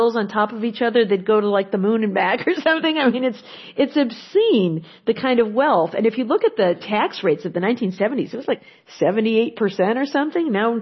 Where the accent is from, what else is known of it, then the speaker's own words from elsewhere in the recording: Detroit, Michigan, United States; You know, I come from Detroit, a child of the auto industry, where we've had for a long time a lot of auto workers who feel left behind.